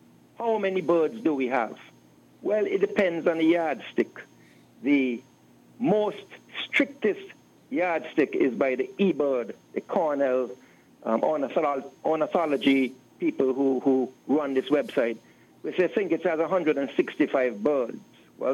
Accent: St. Kitts & Nevis; I remember I'm old guard now. So I grew up in Thinkits and Nevis and cricket was the biggest thing.

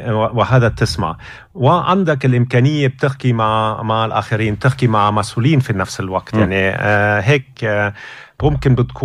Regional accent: Germany; يعني أنا ألماني وفا ألماني تاني مختلف كتير مني

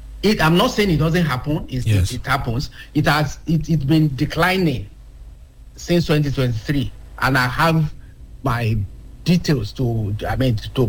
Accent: Osun, Nigeria; I'm from Ilorogun

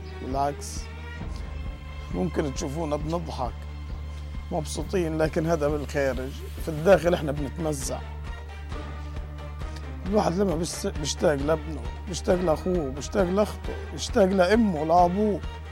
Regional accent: Gaza Strip, Palestine; إحنا كفلسطينيين

